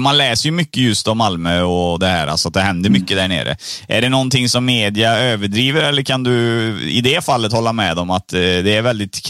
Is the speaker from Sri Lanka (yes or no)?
yes; Sri Lanka; Ja, men jag är från Sri Lanka och sådana grejer.